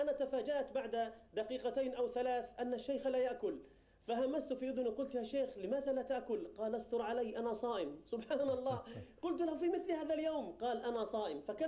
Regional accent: Palestine; بلادنا فلسطين

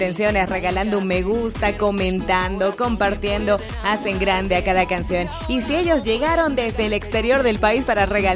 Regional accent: Bolivia; compartir con nosotros como bolivianos

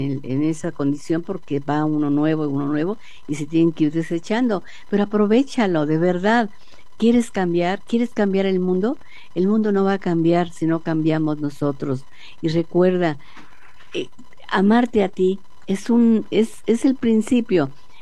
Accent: Mexico; el infierno que estamos viviendo como mexicanos

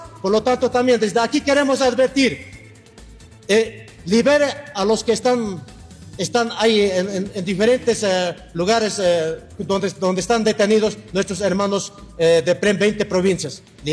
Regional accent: Bolivia; Nosotros somos pueblo bolivianos también

